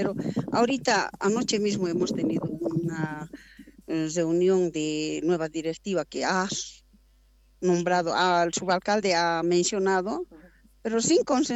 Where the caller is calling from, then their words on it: Llallagua, Potosí, Bolivia; yo vivo en Llallagua